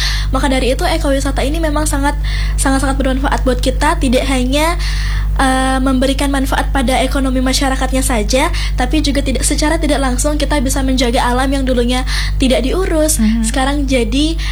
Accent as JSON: {"language": "Indonesian", "area": "Buleleng", "region": "Bali", "country": "Indonesia", "tie": "born or raised there", "said": "Kebetulan itu ada di kampung halaman saya, yaitu di Danau Tamblingan."}